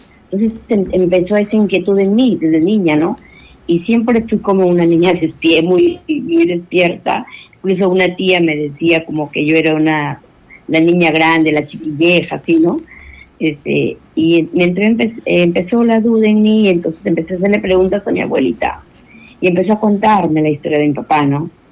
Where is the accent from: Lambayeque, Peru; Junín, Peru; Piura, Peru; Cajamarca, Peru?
Piura, Peru; Yapatera; moved away as an adult; now in Trujillo, Peru; yo soy de Cuscuampa, Yapatera, nacida, criada ahí. Hasta hace poco que me vine a vivir acá a Trujillo por cuestiones personales de familia, ¿no?